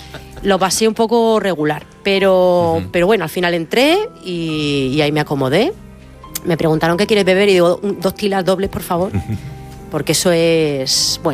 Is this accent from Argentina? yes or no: no; Bilbao, Basque Country, Spain; ya me di cuenta de que era otra cosa, pero yo soy de Bilbao, no podía reculear.